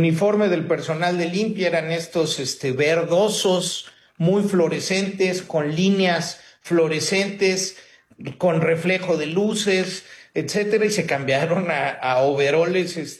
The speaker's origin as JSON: {"language": "Spanish", "region": "Mexico City", "country": "Mexico", "said": "Sí necesitamos como chilangos pues alzar la voz, porque pues aquí vivimos todos y aquí vamos a seguir viviendo."}